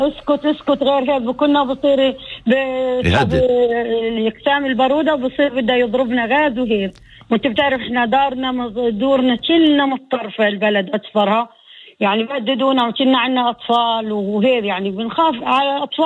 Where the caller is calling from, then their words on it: al-Mughayyir, West Bank, Palestine; انا من قريه المغير